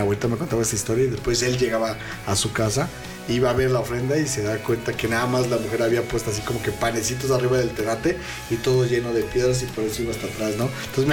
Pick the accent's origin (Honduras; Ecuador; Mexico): Mexico; así somos los mexicanos